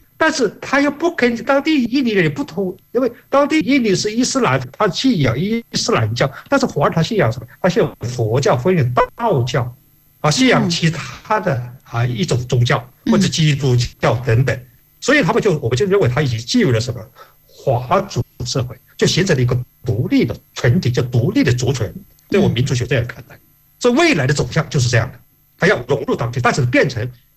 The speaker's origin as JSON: {"language": "Chinese", "town": "Meizhou", "region": "Guangdong", "country": "China", "tie": "born or raised there", "said": "我出生在一个华侨之乡或者文化之乡的广东梅县，我是广东梅县的客家人。我从小就受到侨的一种礼仪，侨文，因为我父亲那么他的哥哥就我伯伯就在印度尼西亚，我的妈妈呢是在泰国归侨到回来的"}